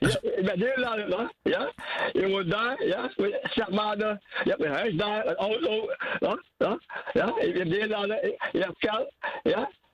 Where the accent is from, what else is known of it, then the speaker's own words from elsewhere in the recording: Netherlands; now in Suriname; Ik ben Nederlander, hier in Suriname, ja, als je ziek bent, ik ben nummer 1.